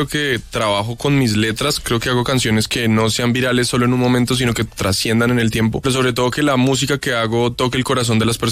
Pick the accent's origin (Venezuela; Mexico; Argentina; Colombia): Colombia; crecimos en un país en el que cuando juega la Selección Colombia o cuando hay algo que realmente nos une, todos somos familia